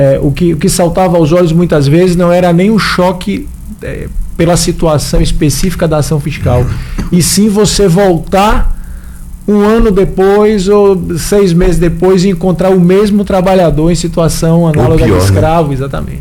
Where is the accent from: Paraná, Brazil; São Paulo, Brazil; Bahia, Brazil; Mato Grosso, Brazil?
Bahia, Brazil; Salvador; moved away as an adult; also born or lived in Pará; Sou baiano de Salvador.